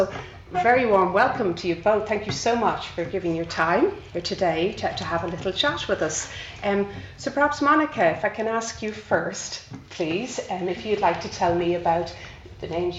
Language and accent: English; Dublin, Leinster, Ireland; accent: Dublin; moved away as an adult; now in Liverpool, United Kingdom; my accent doesn't come from the heart of Liverpool. It comes from another lovely town across the Irish Sea called Dublin. But I've been living here in Liverpool for the last 20, 25 years now